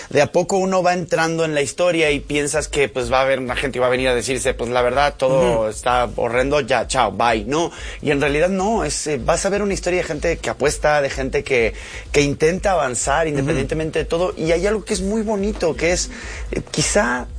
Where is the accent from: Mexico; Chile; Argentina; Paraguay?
Argentina; Sí, yo como argentino lo sé